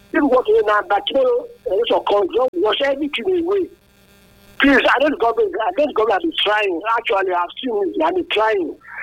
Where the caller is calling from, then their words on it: Ekpoma, Edo, Nigeria; I'm calling you from Ekpoma.